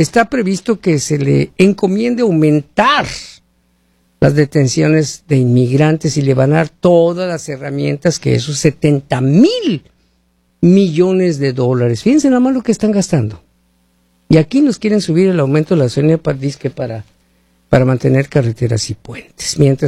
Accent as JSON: {"language": "Spanish", "town": "Hermosillo", "region": "Sonora", "country": "Mexico", "said": "Yo soy de Hermosillo, Sonora, ¿sí?"}